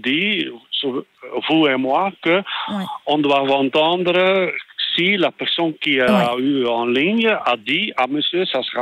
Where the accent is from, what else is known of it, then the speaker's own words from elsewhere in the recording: Belgium; comme chez nous en Belgique